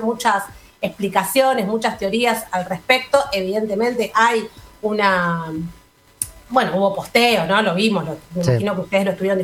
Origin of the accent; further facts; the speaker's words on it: Argentina; Defendámonos, ¿no? Atrincherémonos como argentinos de que nos están atacando